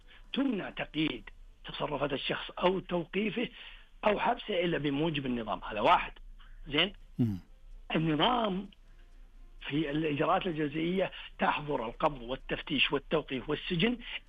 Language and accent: Arabic; Saudi Arabia